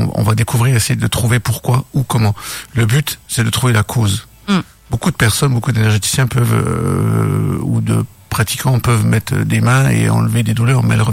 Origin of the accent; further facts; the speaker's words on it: France; born there; Je suis né en France il y a très longtemps.